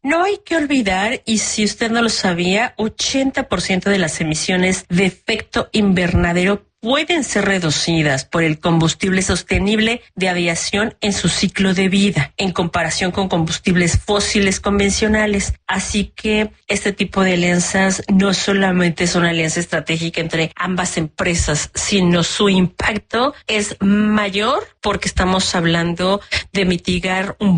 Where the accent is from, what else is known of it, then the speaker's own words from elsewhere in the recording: Mexico; Como mexicanos tenemos organizada nuestra estrategia de vida y entre ellos nuestros documentos.